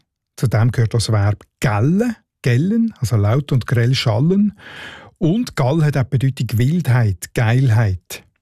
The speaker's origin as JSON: {"language": "German", "region": "Northwestern Switzerland", "country": "Switzerland", "accent": "Northwestern Swiss dialect", "said": "in meinem Nordwestschweizer Dialekt."}